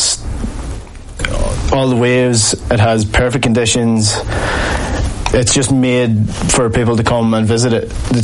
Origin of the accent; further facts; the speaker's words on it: County Donegal, Ireland; I'm from Donegal, so everything in Donegal is kind of like 5 or 6 years behind everything else anyway